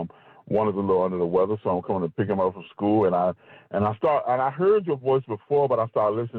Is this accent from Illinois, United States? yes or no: no; Hampton, Virginia, United States; moved away as an adult; also born or lived in Raleigh, North Carolina; I'm originally from Hampton, Virginia.